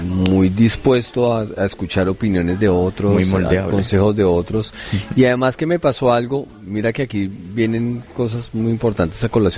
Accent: Colombia; Además estuve por allá, como decimos en Colombia, de pataperro me fui al partido de Colombia a México.

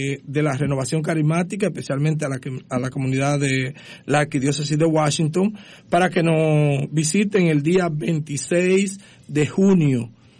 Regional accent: Dominican Republic; moved away; Siempre hemos sido católicos, pero católicos que lo hemos vivido. Entonces, yo vengo desde Santo Domingo.

